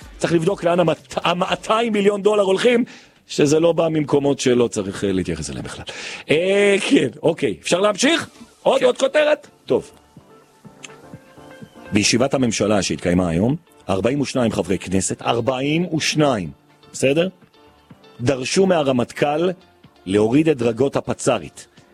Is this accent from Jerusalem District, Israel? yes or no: yes; Jerusalem, Jerusalem District, Israel; אני ירושלמי